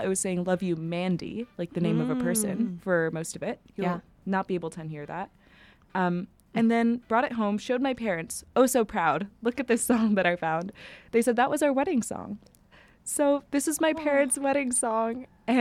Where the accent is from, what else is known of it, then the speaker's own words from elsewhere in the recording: New York City, New York, United States; I grew up in Astoria, Queens, New York City. I love that neighborhood. We no longer live there anymore. We live in Manhattan, but I will always be a Queens girl.